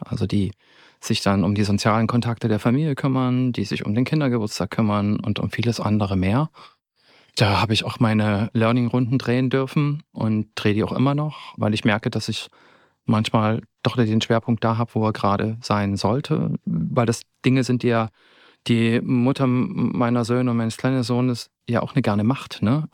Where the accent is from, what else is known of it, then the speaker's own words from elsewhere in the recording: Zittau, Saxony, Germany; now in Dresden, Germany; Und da ist beispielsweise so, dass natürlich die psychische Unterstützung da, wo ich herkomme, ganz anders ist als in Dresden. Ich habe in Dresden viel schneller Therapie gefunden als noch in Zittau